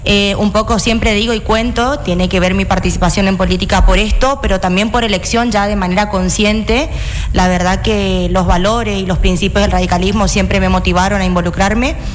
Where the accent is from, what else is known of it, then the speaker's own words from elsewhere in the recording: General San Martín, Chaco, Argentina; Yo soy nacida en General San Martín, terminamos la secundaria, siempre cuento, tengo una hermana melliza, por eso hablo en plural. Terminamos la escuela secundaria y vinimos a vivir a Resistencia.